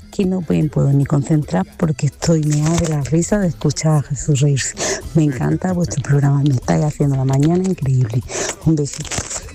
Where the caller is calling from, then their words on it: Almería, Andalusia, Spain; de Almería.